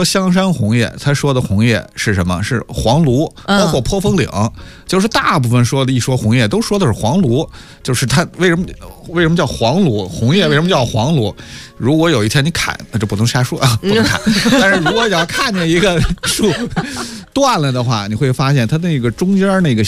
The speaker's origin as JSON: {"language": "Chinese", "region": "Beijing", "country": "China", "tie": "born or raised there", "said": "因为我打小住在八大处桥底下，"}